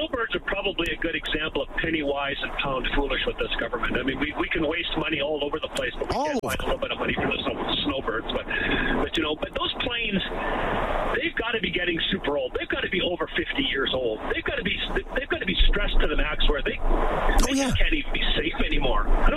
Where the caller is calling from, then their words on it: Alberta, Canada; we've got the same situation here in Alberta